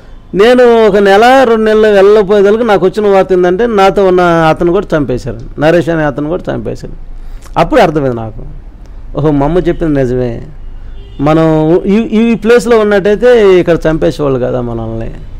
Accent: Reddipuralu, Andhra Pradesh, India; ట్రాక్టర్లో పొన్నూరు నుంచి 2 కిలోమీటర్లు 4 మా ఊరు రెడ్డిపురాలు

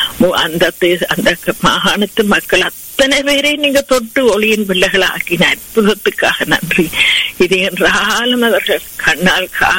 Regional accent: Sri Lanka; என்ன நாங்கள் பிறந்து வளர்ந்த தேசமாகிய இலங்கை தேசத்துக்காக அந்த அழகிய தீவுக்காக உங்களை வருகிறோம்.

